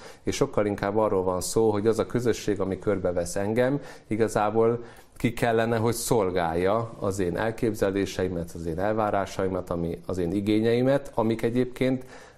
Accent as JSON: {"language": "Hungarian", "country": "Hungary", "said": "ami tartást adhat nekünk magyarként"}